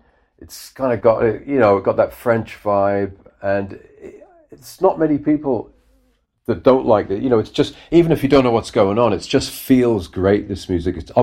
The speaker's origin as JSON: {"language": "English", "region": "England", "country": "United Kingdom", "said": "And I'm English, obviously. My parents are English and they were musicians."}